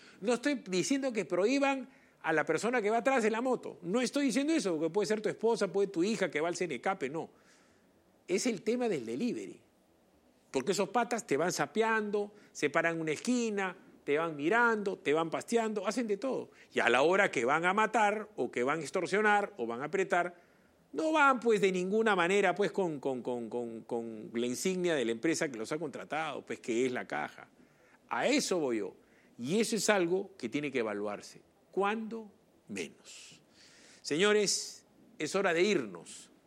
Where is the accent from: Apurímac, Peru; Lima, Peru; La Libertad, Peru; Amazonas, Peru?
Lima, Peru; en Lima somos 14 millones limeños